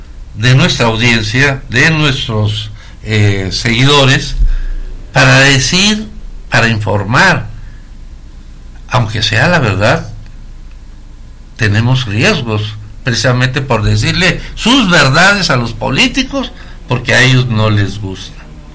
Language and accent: Spanish; Mexico; Yo creo que somos mexicanos en general